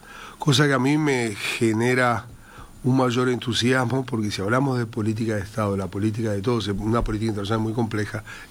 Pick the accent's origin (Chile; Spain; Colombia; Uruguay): Uruguay; nosotros somos Uruguay